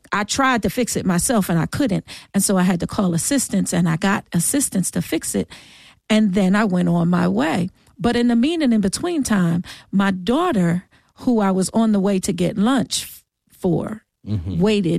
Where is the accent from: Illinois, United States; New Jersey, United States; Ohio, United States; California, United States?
New Jersey, United States; And abroad, because I came from Jersey. I came from Jersey.